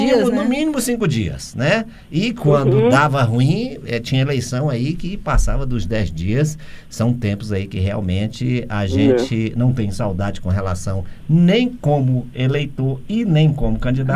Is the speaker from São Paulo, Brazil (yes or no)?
no; Teresina, Piauí, Brazil; eu sou lá de Teresina